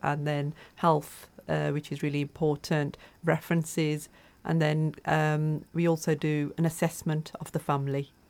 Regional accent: West Bromwich, West Midlands, United Kingdom; So growing up, I grew up in the Black Country in West Bromwich.

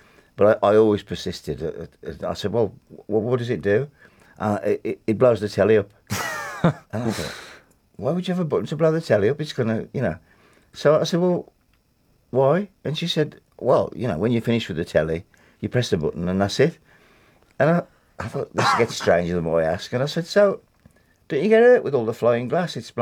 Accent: Wednesbury, West Midlands, United Kingdom; well, I'm from Wensbury, and that's fine by me, and why should I pretend to be what I'm not?

